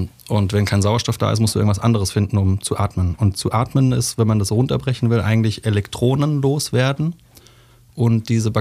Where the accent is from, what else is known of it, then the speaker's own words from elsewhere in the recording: Baden-Württemberg, Germany; ich bin in Oberschwaben aufgewachsen. Meine Mama und meine Oma haben mich großgezogen.